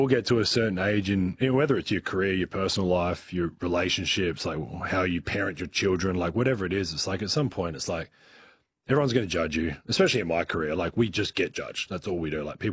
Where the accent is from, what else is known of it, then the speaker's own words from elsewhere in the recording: Adelaide, South Australia, Australia; Growing up in Adelaide and playing for the Tigers, like you just don't, those things never, like I wanted to play for Australia.